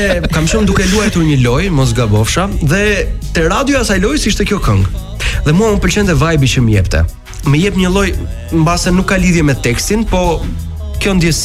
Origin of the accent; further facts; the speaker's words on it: Fier, Fier County, Albania; moved away; Unë për shembull jam rritur në Fier.